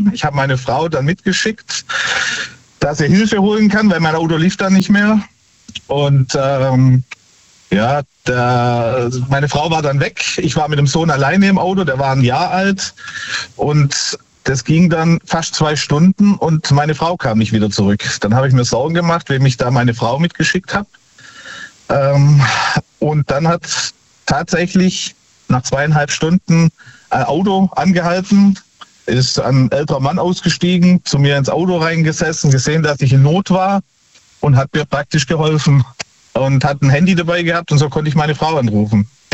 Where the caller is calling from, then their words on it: Nehren, Baden-Württemberg, Germany; Ich komme aus Nähren bei Tübingen.